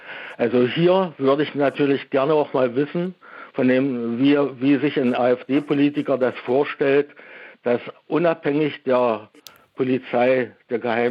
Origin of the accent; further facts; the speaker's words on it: Saxony-Anhalt, Germany; now in Dresden, Germany; Ja, ich stamme übrigens aus Sachsen-Anhalt, lebe aber in Dresden jetzt.